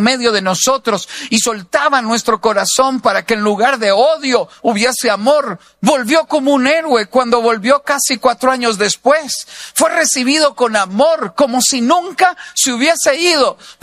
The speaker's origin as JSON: {"language": "Spanish", "country": "Costa Rica", "said": "somos de Costa Rica"}